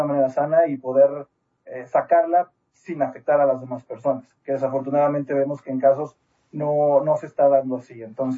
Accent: Mexico; es una buena manera de expresar esa emoción que tenemos aquí como mexicanos de tener este evento histórico.

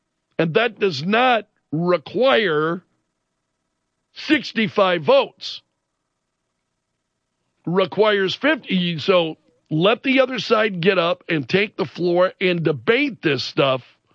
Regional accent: South Dakota, United States; I'm from South Dakota. I'm Senator Thune's home state. We're outraged here about what's going on.

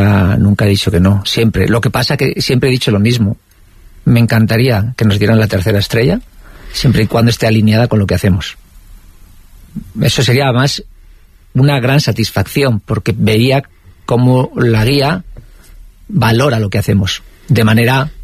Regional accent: Vitoria-Gasteiz, Basque Country, Spain; Pero donde viví toda mi infancia, hasta que me marché de casa, que está en un barrio obrero, en Zaramaga

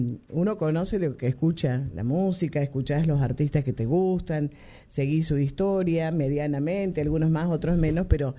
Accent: Tucumán, Argentina; accent: Tucumán; Por ahí dice, ay, le salió el tucumano, porque yo la verdad es que no tengo en cuenta mucho ya la tonada.

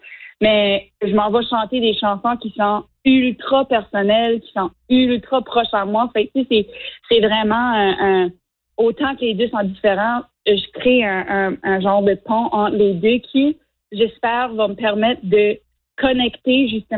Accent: Nova Scotia, Canada; Ouais, ben tu sais, venant de, tu sais, j'ai grandi à Sitka en Nouvelle-Écosse, hein, ça fait nous autres. Le français, la francophonie a été beaucoup, beaucoup assimilée.

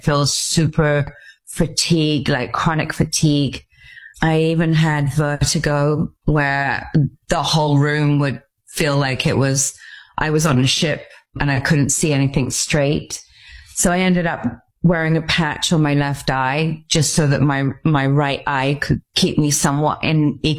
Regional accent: Stratford-upon-Avon, West Midlands, United Kingdom; I decided to leave Mexico go back to England because I'm obviously from Stratford-upon-Avon in England. You can tell by my accent. And so I decided to go home to England

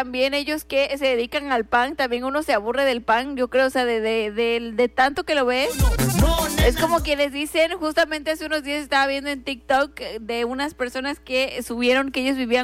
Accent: Oaxaca, Mexico; uno como mexicano, como oaxaqueño

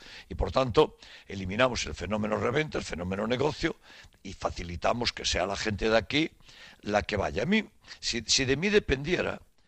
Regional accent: Vigo, Galicia, Spain; No, novedad porque siendo vigués tenemos tantas ganas de que actúe en Castrelos

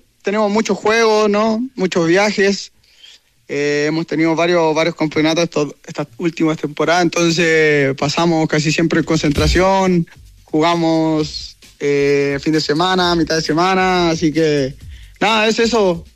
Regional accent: Chile; now in South Africa; Y esperamos lo que venga, es que esperar nomás y a darle, como todo chileno, siempre para adelante.

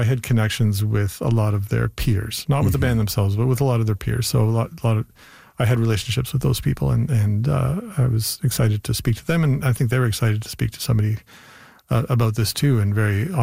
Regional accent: Canada; There were all these political events that really made people question the ways in which we are Canadian or why we are even Canadian.

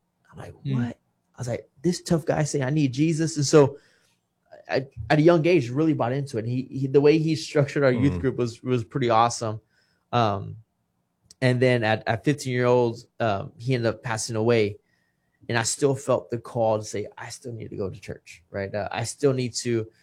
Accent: Kingsville, Texas, United States; Yes. I'm born and raised in Kingsville, Texas. My dad's from L.A.

